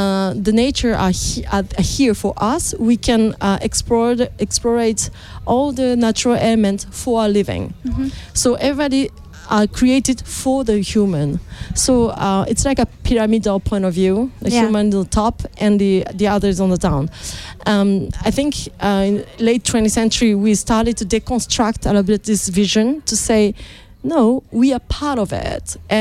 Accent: Japan; I'm from Japan

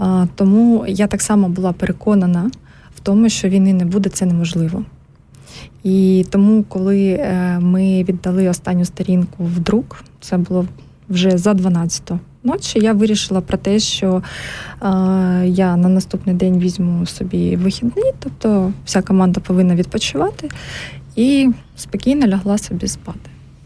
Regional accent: Zaporizhzhia, Zaporizhzhia Oblast, Ukraine; moved away as an adult; now in Switzerland; Народилася я в Запоріжжі, все життя жила в Запоріжжі.

